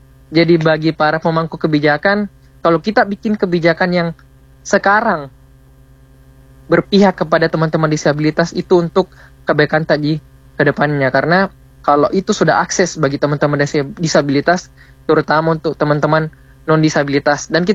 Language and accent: Indonesian; Makassar, South Sulawesi, Indonesia; kita ini orang Makassar